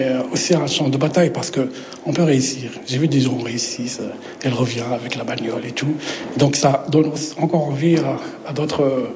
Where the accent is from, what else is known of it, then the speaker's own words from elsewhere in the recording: Tangier, Tanger-Tetouan-Al Hoceima, Morocco; Cette œuvre, j'ai fait par une expérience personnelle en grandissant à Tanger.